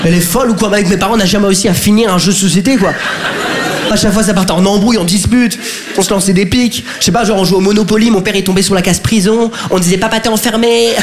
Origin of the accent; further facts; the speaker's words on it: France; Je lui dis, mais papa, mais on est de France.